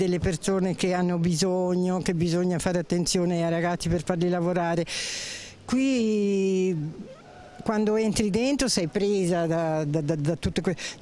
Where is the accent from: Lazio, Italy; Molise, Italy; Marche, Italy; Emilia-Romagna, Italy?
Marche, Italy; born there; moved away; also born or lived in Veneto; Sono stata 40 anni fuori dalle Marche. Questa non l'avevo mai vista perché sono nata nelle Marche, quindi sono marchigiana. E poi sono andata a lavorare come tutti quanti nel Veneto.